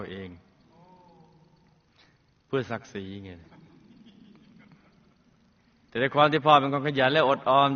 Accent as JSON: {"language": "Thai", "region": "Nakhon Phanom", "country": "Thailand", "tie": "born there"}